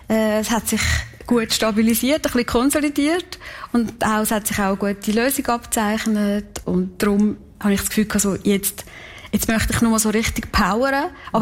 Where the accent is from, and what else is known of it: Kaltbrunn, St. Gallen, Switzerland; born or raised there